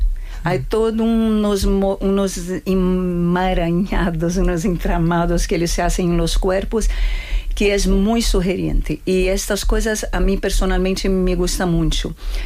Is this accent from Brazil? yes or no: yes; Brazil; Spanish is a second language; En caso mío, que soy brasileña, digamos que... Eu creio, sinceramente, eu creio que se vive melhor acá.